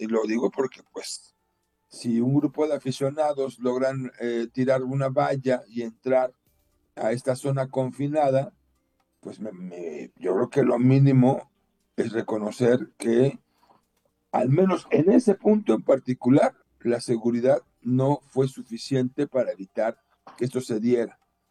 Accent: Jalisco, Mexico; nos involucran a los jaliscienses

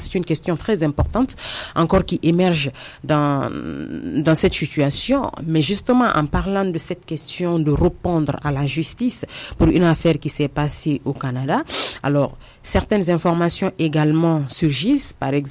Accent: Guinea; en tant qu'homme politique guinéen, en tant que Guinéen

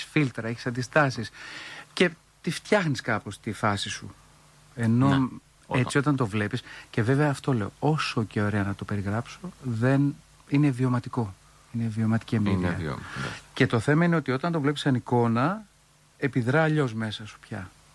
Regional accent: Switzerland; also born or lived in Greece; Εγώ είμαι άλλη περίπτωση. Γεννήθηκα, μεγάλωσα στην Ελβετία.

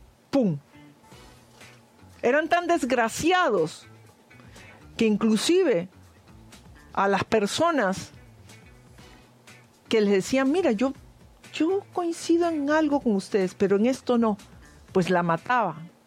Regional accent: Peru; moved away

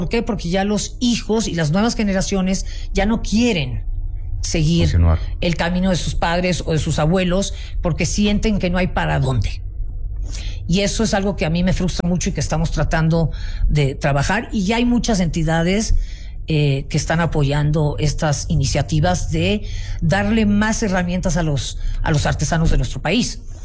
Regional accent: Mexico City, Mexico; México. En mi querida Ciudad de México.

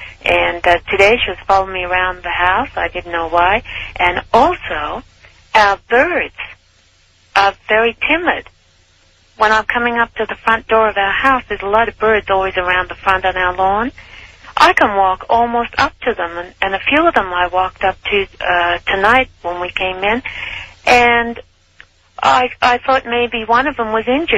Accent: Australia; now in Arizona, United States; I'm originally from Australia.

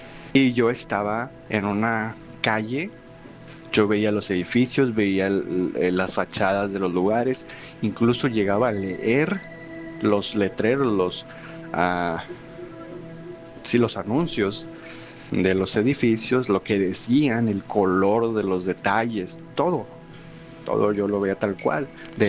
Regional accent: Monterrey, Nuevo León, Mexico; now in United States; Yo, como les he comentado en audios anteriores, yo soy de Monterrey, de México.

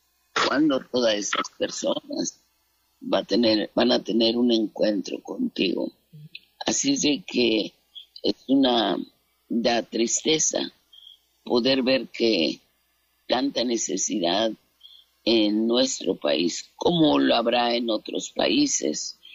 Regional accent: Mexico; now in Phoenix, United States; yo soy de México

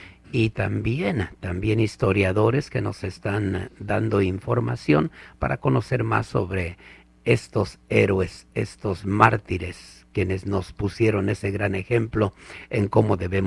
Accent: Michoacán, Mexico; moved away; soy bilingüe de puro Michoacán.

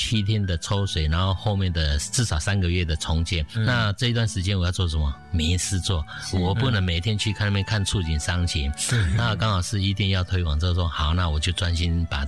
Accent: Taichung, Taiwan; moved away as an adult; also born or lived in Kaohsiung; now in Taipei, Taiwan; 我是台中长大的小孩子，然后第一个工作是在高雄，后来有机会到台北。

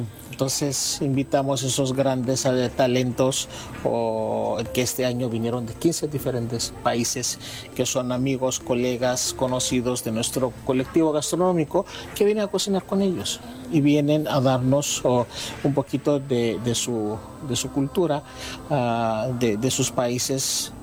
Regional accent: Mexico; Siento que se logra transmitirse un poquito lo que somos los mexicanos.

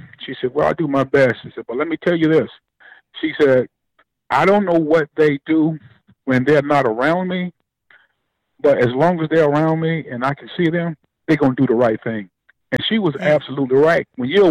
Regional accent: Aiken, South Carolina, United States; moved away; I grew up in Aiken, South Carolina, a little small city next to Augusta, Georgia.

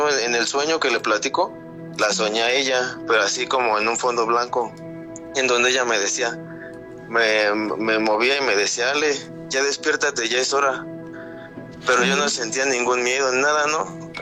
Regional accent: Iztapalapa, Mexico City, Mexico; Yo soy de la Ciudad de México, Iztapalapa.

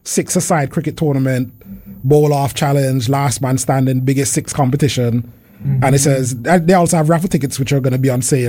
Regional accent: Montserrat; So I'm proud to say that I'm a product of Montserrat. I'm proud to say I'm from Montserrat.

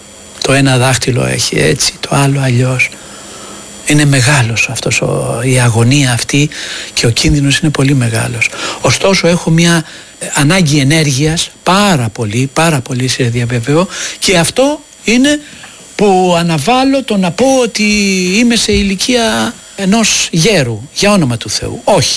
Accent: Kallithea, Attica, Greece; born there; Εγώ γεννήθηκα εδώ, στην Καλυθέα, στην Αττική. Στην Καλυθέα, κοντά στην Τζιτζιφιές.

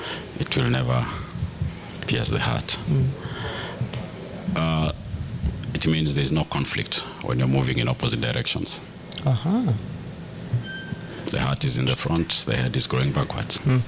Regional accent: Nyamira, Nyamira County, Kenya; I'm from Nyamira.

